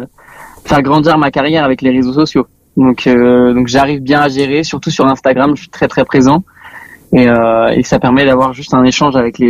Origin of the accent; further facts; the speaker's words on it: Tremblay-en-France, Île-de-France, France; parce que moi je viens de Tremblay en France. C'était la plus grande salle de ma ville